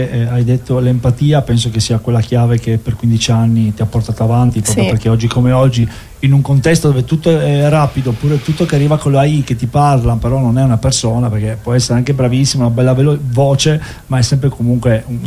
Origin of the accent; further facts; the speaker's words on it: Milan, Lombardy, Italy; Quindi mi raccomando, Via Milano, io sono da Milano, vedi?